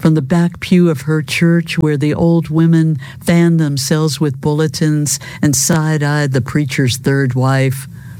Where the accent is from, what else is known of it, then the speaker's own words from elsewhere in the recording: Virginia, United States; I grew up in Southern Virginia town, which left its indelible mark on me. And we were just across the Appomattox River from Petersburg, where the Battle of the Crater took place during the Civil War.